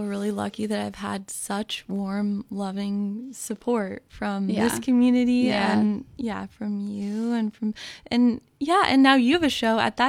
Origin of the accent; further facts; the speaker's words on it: California, United States; born there; moved away as an adult; also born or lived in Texas; now in Olympic Peninsula, Washington, United States; I grew up mostly in California and kind of was back and forth to Texas. As well, and most of my family still lives there. And then I moved up to the peninsula in 2020